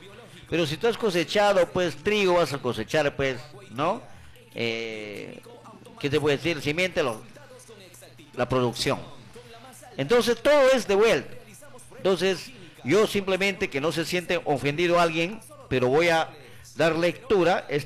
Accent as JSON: {"language": "Spanish", "town": "Aguaytía", "region": "Ucayali", "country": "Peru", "tie": "born there", "said": "Yo estimo mi pueblo, quiero mi pueblo, aquí nací en este pueblo"}